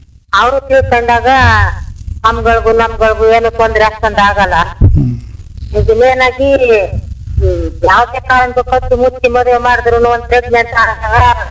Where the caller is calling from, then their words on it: Karnataka, India; ಊರು ಭೀಮಕ್ಕಿರಾಡಿ.